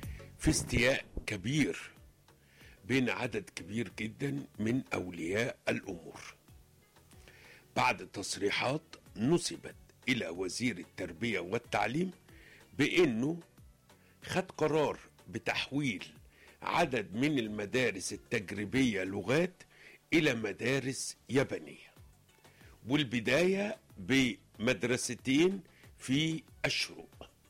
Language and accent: Arabic; Egypt; إحنا كأسرة مصرية